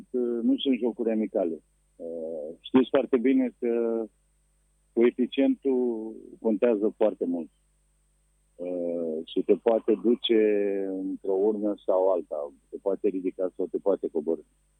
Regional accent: Craiova, Dolj, Romania; am crescut în Craiova, sunt din Craiova.

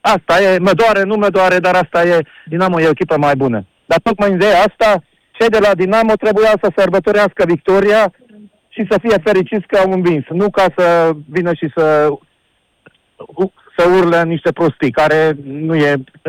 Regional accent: Sfântu Gheorghe, Székely Land, Romania; noi suntem maghiari și că noi suntem secui

